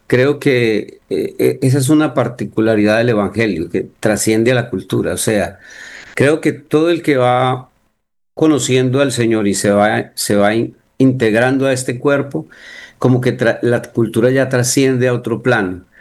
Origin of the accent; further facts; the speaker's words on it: Puerto Berrío, Antioquia, Colombia; Yo soy nativo de aquel distrito, yo soy nacido en Puerto Berrío y aquí conocí al Señor en el distrito